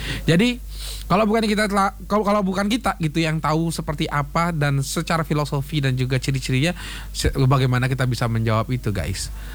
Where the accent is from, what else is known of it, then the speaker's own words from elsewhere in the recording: Bali, Indonesia; sebagai warga Bali